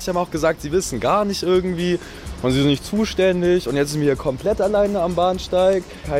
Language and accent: German; Sigmaringen, Baden-Württemberg, Germany; wir kommen aus Sigmaringen, das ist so beim Bodensee.